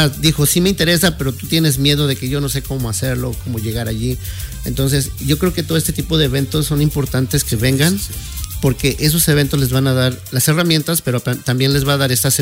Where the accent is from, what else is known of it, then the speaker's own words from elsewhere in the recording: Mexico; first language Spanish; now in United States; Yo nací en México, crecí en México, mi primer idioma es México.